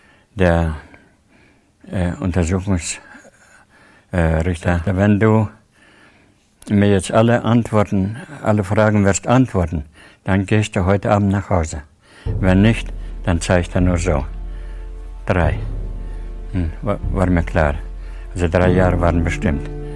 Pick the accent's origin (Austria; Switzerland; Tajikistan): Tajikistan; moved away; Ich komme aus Tadschikistan und bin dort auch geboren, 1937.